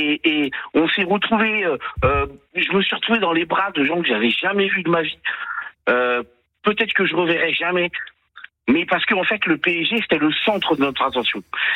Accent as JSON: {"language": "French", "town": "Paris", "region": "Île-de-France", "country": "France", "tie": "born there", "moved": "yes", "lives_now": "Toulouse, France", "said": "je suis expatrié de Toulouse, mais je suis parisien de naissance, bien sûr."}